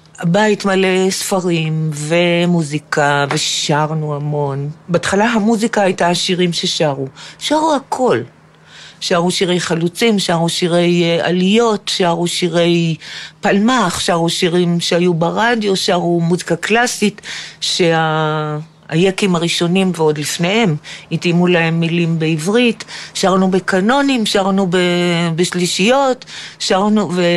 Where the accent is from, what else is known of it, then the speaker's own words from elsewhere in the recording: Ayelet HaShahar, Northern District, Israel; also born or lived in Afula; נולדתי ב-1951 באפולה להוריי אליזה וברוך, ולשתי אחיותיי הגדולות ממני, שרה ורחלי, ודי מהר עברנו לאיילת השחר.